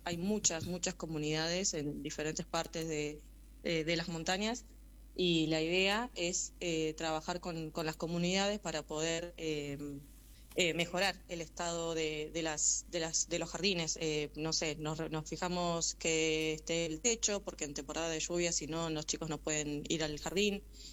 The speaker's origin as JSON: {"language": "Spanish", "town": "La Carlota", "region": "Córdoba", "country": "Argentina", "moved": "as an adult", "lives_now": "Malawi", "said": "soy de La Carlota, soy de pueblo, ahí no hay universidad."}